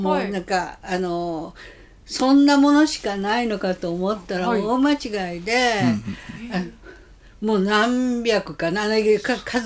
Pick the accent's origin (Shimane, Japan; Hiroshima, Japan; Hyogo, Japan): Shimane, Japan; Matsue